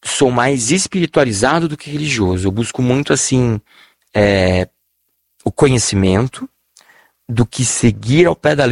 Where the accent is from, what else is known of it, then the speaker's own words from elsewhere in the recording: Vila Militar, Brazil; é muito legal aqui eu crescendo na Vila Militar